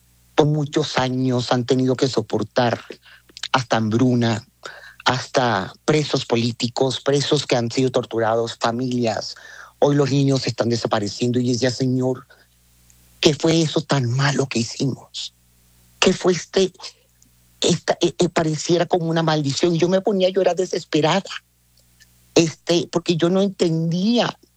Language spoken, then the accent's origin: Spanish; Venezuela; moved away; yo lloro como venezolana